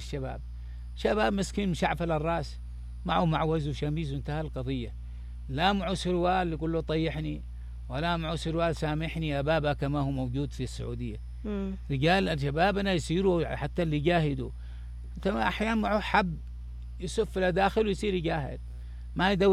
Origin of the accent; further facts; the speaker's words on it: Sanaa, Yemen; احنا كلنا عايشين الآن في صنعاء